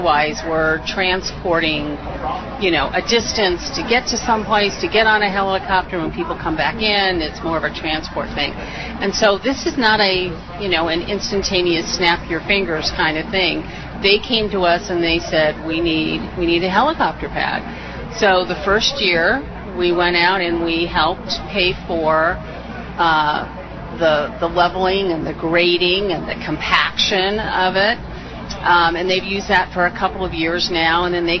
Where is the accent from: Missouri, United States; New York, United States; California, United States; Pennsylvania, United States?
California, United States; I grew up in California